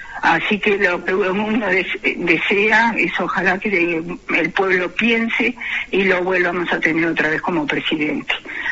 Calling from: Montevideo, Uruguay; del Cerrito.

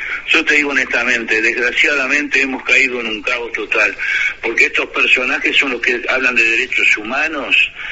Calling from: Uruguay

